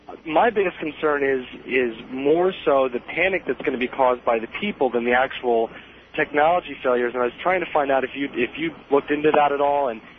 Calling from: Wichita, Kansas, United States; I'm calling from Wichita

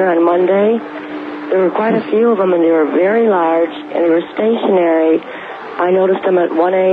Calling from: Arkansas, United States; I'm calling from Arkansas.

